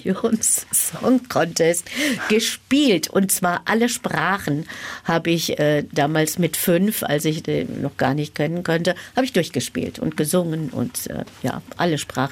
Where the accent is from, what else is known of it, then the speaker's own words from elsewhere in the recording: Spessart, Germany; meine Großmutter und ihre Schwestern waren das erste Damenorchester im Spessart, also da, wo ich herkomme.